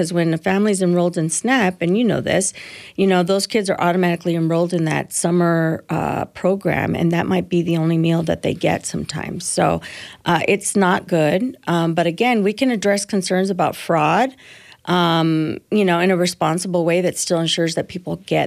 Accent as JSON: {"language": "English", "area": "Pinal County", "region": "Arizona", "country": "United States", "tie": "born or raised there", "moved": "as an adult", "said": "I put down roots in the same communities in which I grew up in Pinal County."}